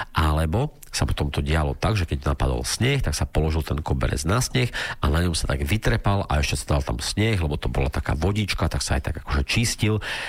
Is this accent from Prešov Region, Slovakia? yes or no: yes; Bardejov, Prešov Region, Slovakia; moved away; ja pochádzam z Bardejova, z takého malého mestečka, ktoré je akože veľmi pekné.